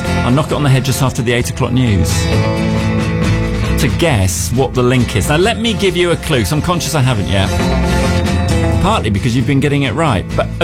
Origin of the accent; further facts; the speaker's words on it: Marlborough, South West England, United Kingdom; my hometown of Marlborough.